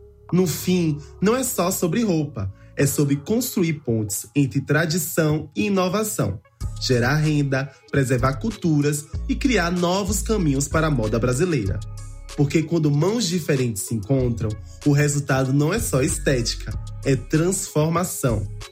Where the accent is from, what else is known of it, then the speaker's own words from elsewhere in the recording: Mundo Novo, Bahia, Brazil; now in Salvador, Brazil; sou de Mundo Novo e moro em Salvador.